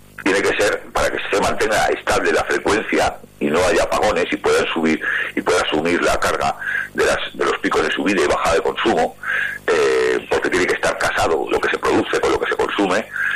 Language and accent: Spanish; Aragon, Spain; yo, por ejemplo, soy aragonés